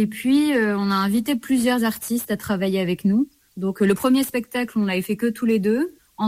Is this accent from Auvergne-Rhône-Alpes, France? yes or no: yes; Auvergne-Rhône-Alpes, France; moved away as an adult; also born or lived in Paris; now in Roche-Colombe, France; moi effectivement, je viens d'Ardèche. Je suis partie juste après le bac à 18 ans. Je suis partie à Paris où je suis allée faire des études de lettres et arts, puis ensuite où je me suis spécialisée dans le théâtre. Je suis partie pendant une dizaine d'années et finalement je suis revenue